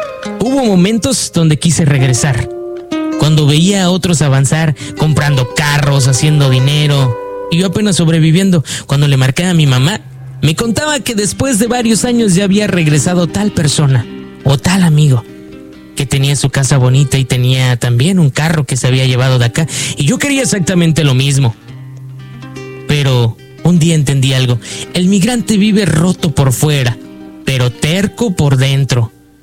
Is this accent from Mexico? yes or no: yes; Michoacán, Mexico; now in United States; Soy de Michoacán, México. Llegué a Estados Unidos con una mochila y una mentira piadosa que le dije a mi mamá.